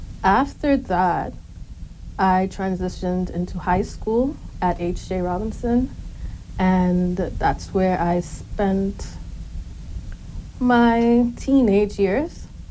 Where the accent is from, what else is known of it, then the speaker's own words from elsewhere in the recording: Turks & Caicos Islands; So I was born and raised in Grand Turk. I was born in the quarry.